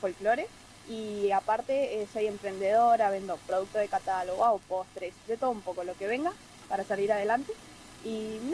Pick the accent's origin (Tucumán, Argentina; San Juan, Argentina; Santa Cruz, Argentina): Santa Cruz, Argentina; Perito Moreno; Nacida y criada en Perito Moreno, exactamente.